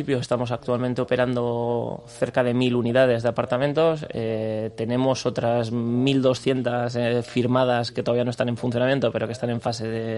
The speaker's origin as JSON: {"language": "Spanish", "town": "Bilbao", "region": "Basque Country", "country": "Spain", "said": "Por supuesto, somos de Bilbao."}